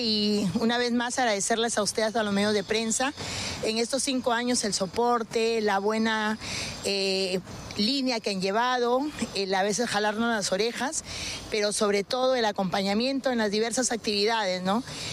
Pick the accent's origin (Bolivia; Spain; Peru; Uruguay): Peru; Lambayeque; a mi pueblo, a mi región, y no solamente a la región de Lambayeque